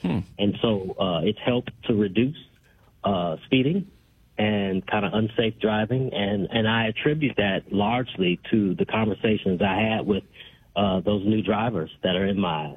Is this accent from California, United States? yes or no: no; Chicago, Illinois, United States; now in Rantoul, United States; Oh, goodness. Yeah, so I'm originally from Chicago.